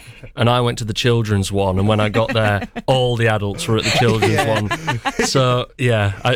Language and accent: English; Yorkshire and the Humber, United Kingdom; I'm from North Yorkshire